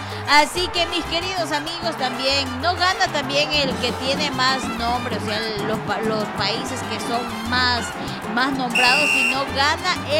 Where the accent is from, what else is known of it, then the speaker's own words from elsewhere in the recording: Ecuador; Así somos los ecuatorianos